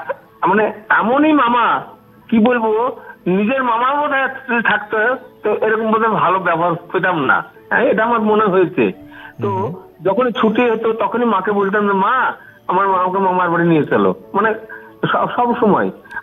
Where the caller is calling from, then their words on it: Baharampur, West Bengal, India; আমি পশ্চিমবঙ্গের মুর্শিদাবাদ জেলার বহরমপুর থেকে